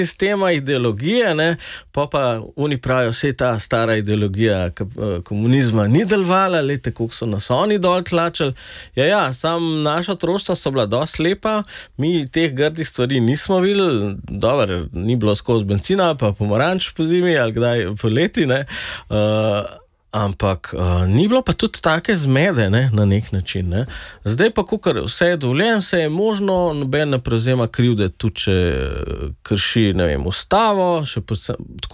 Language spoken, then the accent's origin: Slovenian; Kranj, Upper Carniola, Slovenia; jaz prihajam iz Kranja